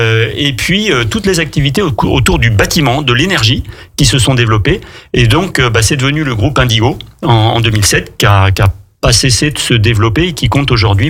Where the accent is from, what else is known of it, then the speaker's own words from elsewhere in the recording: Vendôme, Centre-Val de Loire, France; born there; moved away as an adult; now in Le Bourget-du-Lac, France; Non, je ne suis pas savoyard, je suis né dans le Loir-et-Cher.